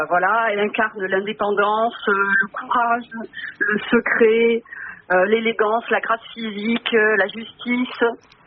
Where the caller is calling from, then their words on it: Dijon, Bourgogne-Franche-Comté, France; Je vous appelle de Dijon.